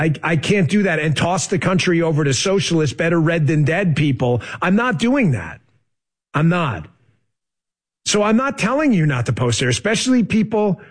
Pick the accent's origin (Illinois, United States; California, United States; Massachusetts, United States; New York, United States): New York, United States; I grew up in New York.